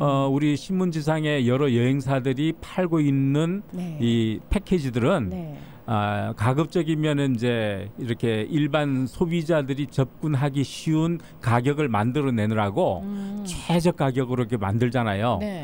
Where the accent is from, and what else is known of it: South Korea; now in California, United States